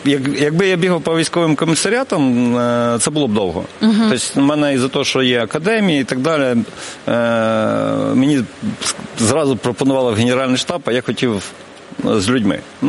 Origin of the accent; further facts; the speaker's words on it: Kyiv, Ukraine; я з Подольського району.